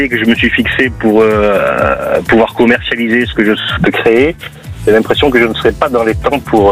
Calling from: Occitanie, France; J'appelle de l'Hérault.

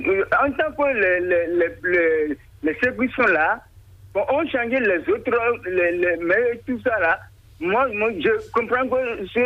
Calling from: Bonou, Ouémé, Benin; village à Komaran, mairie de Bonou.

